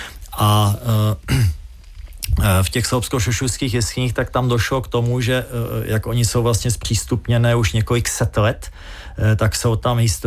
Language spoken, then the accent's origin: Czech; Brno, South Moravian Region, Czechia; já jsem Brňák. Tak, tam musí být poznat z toho, jak mluvím